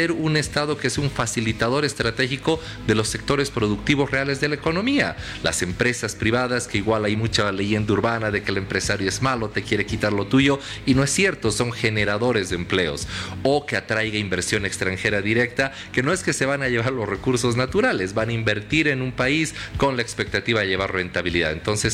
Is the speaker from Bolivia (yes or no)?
yes; Bolivia